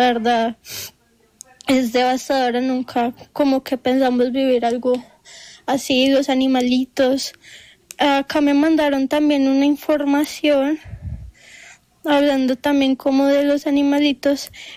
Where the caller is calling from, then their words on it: Pereira, Risaralda, Colombia; A mí me duele mucho mi ciudad